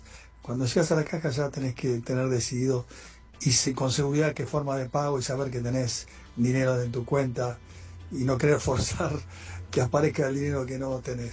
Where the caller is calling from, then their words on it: Palomar, Buenos Aires Province, Argentina; de Palomar.